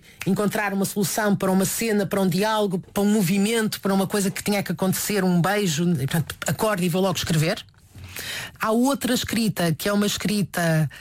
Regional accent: Porto, Norte, Portugal; E eu sou do Porto. E de repente ver a minha cidade a sair à rua, a sair do armário, e havia uma euforia tão grande.

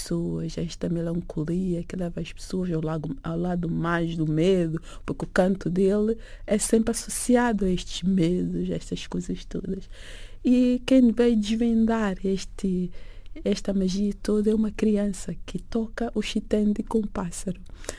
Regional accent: Mozambique; born there; Nós somos do Movimento das Artes de Moçambique desde miúdas.

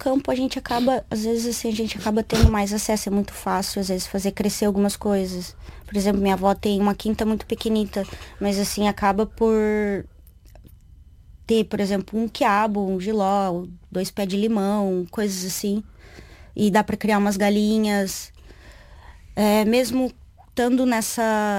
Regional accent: Cerquilho, São Paulo, Brazil; moved away as an adult; also born or lived in Paraná; now in Portugal; se fosse comparar Cerquilho, de onde eu venho, interior de São Paulo

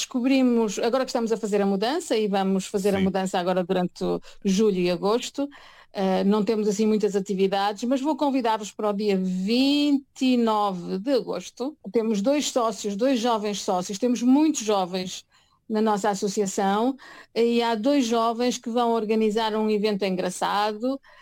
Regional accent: Porto, Norte, Portugal; also born or lived in Lisbon; now in Brussels, Belgium; eu sou do Porto, mas também já vivi em Lisboa, já trabalhei em Lisboa. Lisboa é uma das minhas cidades que está sempre no meu coração. Normalmente os tripeiros são muito bairristas, não é o meu caso.

